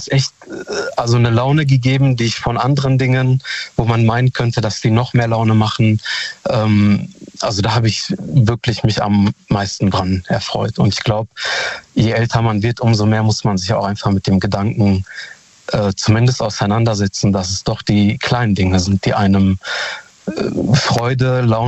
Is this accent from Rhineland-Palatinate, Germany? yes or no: no; Hamm, North Rhine-Westphalia, Germany; ich komme aus Hamm.